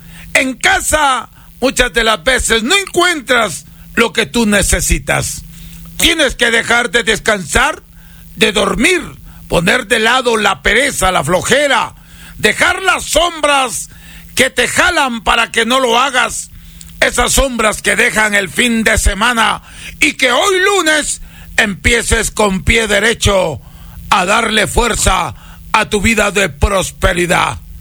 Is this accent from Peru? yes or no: yes; Huancabamba, Piura, Peru; hablo en este momento en nombre de mi tierra natal, el Perú.